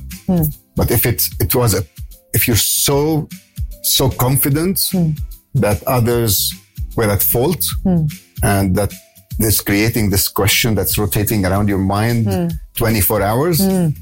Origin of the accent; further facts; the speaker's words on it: Lebanon; moved away; Now, I come from Lebanon.